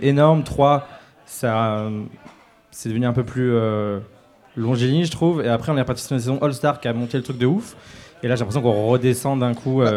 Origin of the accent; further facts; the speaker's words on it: France; chez nous en France